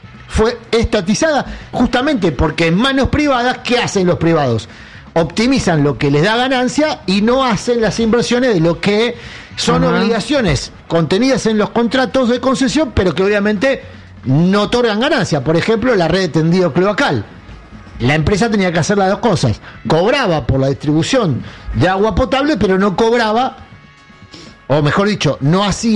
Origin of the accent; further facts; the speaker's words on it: Argentina; los argentinos, que somos argentinos de bien